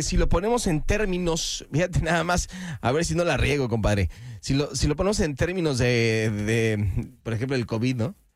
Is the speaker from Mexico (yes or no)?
yes; Nezahualcóyotl, State of Mexico, Mexico; No, me llené mi pueblo, Ciudad Neza.